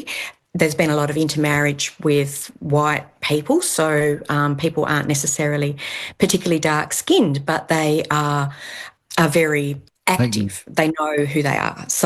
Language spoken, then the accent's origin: English; Tasmania, Australia; you know, I was raised in Tasmania, and we were taught the dominant narrative